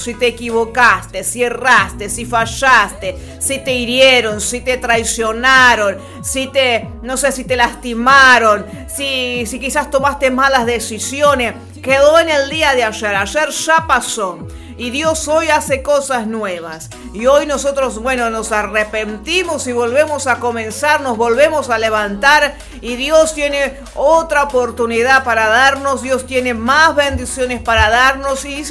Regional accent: Uruguay; Como buen uruguayo tomando un rico mate

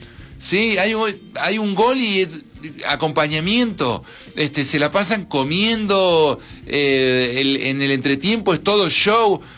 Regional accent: Argentina; Nosotros somos peleadores.

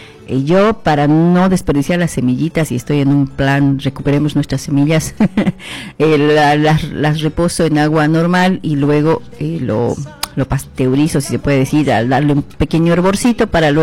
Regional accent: La Paz, Bolivia; born there; yo viví las épocas de hacer fila por ahí cuando vivía en Achachicala, por el barrio de Mataderos y más arribita.

